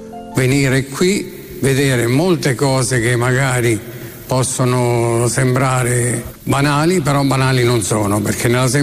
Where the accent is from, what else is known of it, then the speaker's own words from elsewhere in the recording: Morrovalle, Marche, Italy; born there; io sono nato a Morrovalle